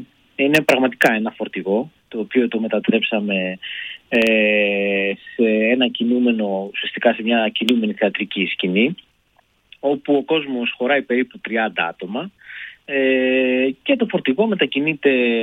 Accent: Kozani, Western Macedonia, Greece; moved away as an adult; also born or lived in Thessaloniki; Ούτως ή άλλως είμαι Κοζανίτης, η καταγωγή μου είναι από την Κοζάνη, ζω εδώ πέρα. Αλλά πραγματικά είμαι και μισός Θεσσαλονικιός, γιατί είμαι 23 χρόνια που ζούσα στην πόλη.

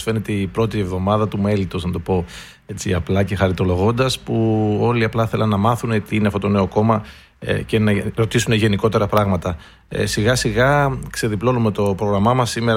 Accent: Greece; ως Έλληνες πολίτες

